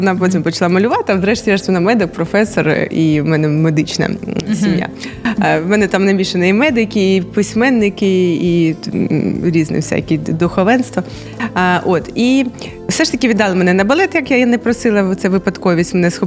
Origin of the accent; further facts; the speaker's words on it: Kyiv, Ukraine; moved away as an adult; also born or lived in Volyn; now in Odesa, Ukraine; Я киянка, в мене мати киянка, а батько в мене взагалі зі Львова